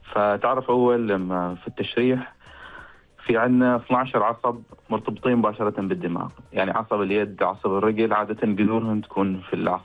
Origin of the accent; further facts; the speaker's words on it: Oman; الأبحاث التقديرية عندنا في عمان